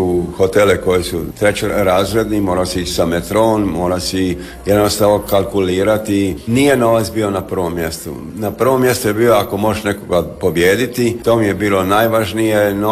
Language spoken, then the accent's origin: Croatian; Dalmatia, Croatia; Ja sam kao Dalmatinac bio možda malo i drukčiji